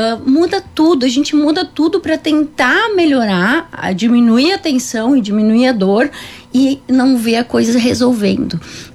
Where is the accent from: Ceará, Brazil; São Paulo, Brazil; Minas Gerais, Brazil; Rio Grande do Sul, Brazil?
Rio Grande do Sul, Brazil; Encantado; born there